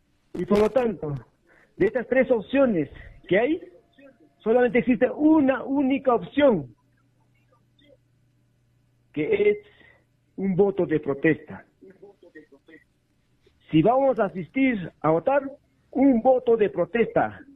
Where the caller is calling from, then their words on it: Juliaca, Puno, Peru; desde Juliaca, nuevamente